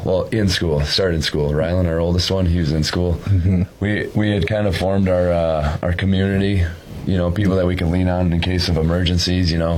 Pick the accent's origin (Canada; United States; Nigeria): United States; Minnesota; also born or lived in La Crosse, Wisconsin; Well, yeah, I was raised in Minnesota, but because our hometown did not have a hospital.